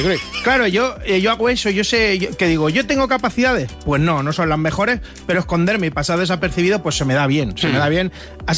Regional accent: Rubí, Catalonia, Spain; Que claro, nosotros somos de Rubí

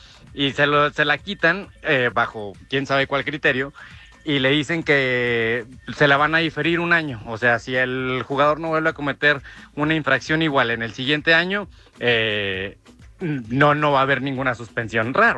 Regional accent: Mexico; yo sé que aquí somos todos mexicanos

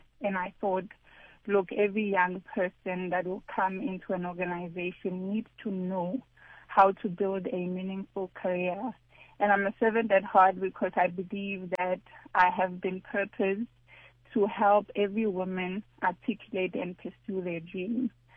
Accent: Nkowankowa, Limpopo, South Africa; born and raised in Koankoa, a township outside Zelin.

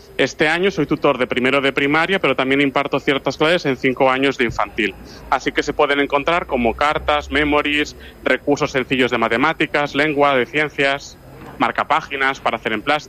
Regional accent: Cacabelos, Castile and León, Spain; moved away as an adult; now in Zamora, Spain; Este curso estoy en Villa del Pando, en Zamora, pero bueno, ya lo puedo decir, mando destino definitivo el curso que viene en Cacabelos, que es mi pueblo.

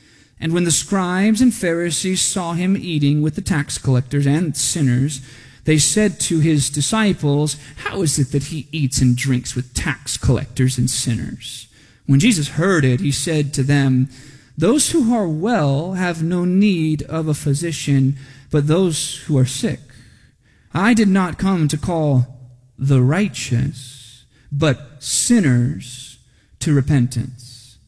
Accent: United States; I'm an American.

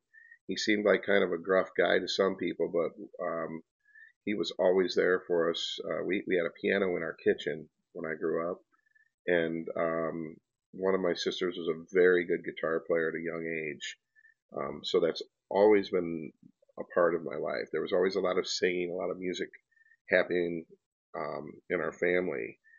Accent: Marseilles, Illinois, United States; also born or lived in Kansas City; now in Ottawa, United States; Well, I grew up in Marseilles, went to Marseilles High School, back when Marseilles had a high school. And, you know, pretty much I've always had ties to Marseilles, no matter where I've lived.

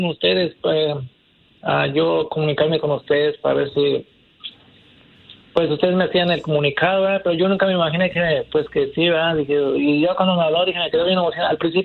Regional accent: Puebla, Mexico; moved away; me presento, soy de la ciudad de Puebla. Y estoy aquí desde el 2007.

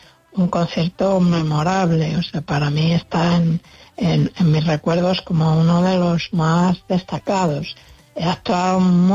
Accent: Asturias, Spain; also born or lived in Galicia; yo soy gallega de nacimiento y toda mi, aún viviendo en Asturias, hasta los 16 años, todas mis vacaciones han sido en Coruña.

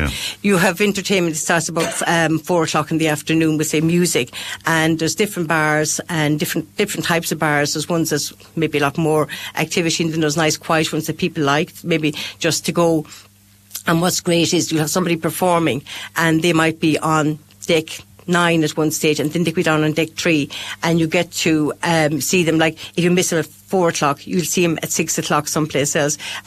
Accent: Ireland; Obviously for us in Ireland, you know, the cost of flying there

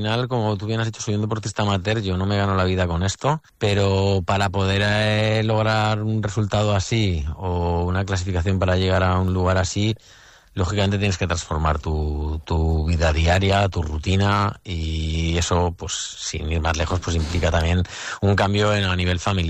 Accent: Rubielos de Mora, Aragon, Spain; siempre que me preguntan de dónde soy, no digo de Teruel, siempre digo de Rubielos de Mora, un pequeño pueblo de Teruel.

